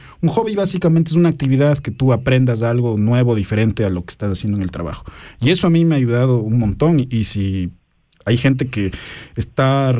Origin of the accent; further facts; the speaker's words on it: Ecuador; por ese lado es importante también para mí como ecuatoriano estar preparado en este tipo de cosas